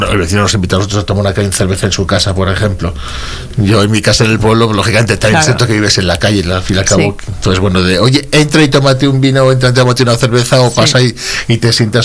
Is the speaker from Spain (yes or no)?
yes; Brañosero, Castile and León, Spain; a mi pueblo, a las Brañas, que tiene espacio más que de sobra.